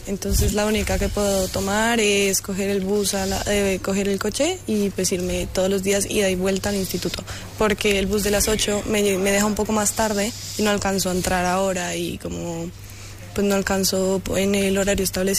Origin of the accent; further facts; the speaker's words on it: Sigüenza, Castilla-La Mancha, Spain; Yo soy aquí de Sigüenza y estoy estudiando un grado medio de gestión administrativa en el Brianda.